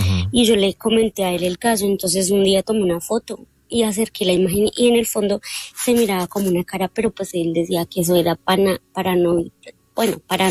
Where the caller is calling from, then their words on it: Ubalá, Cundinamarca, Colombia; Soy de Ubalá, Cundinamarca.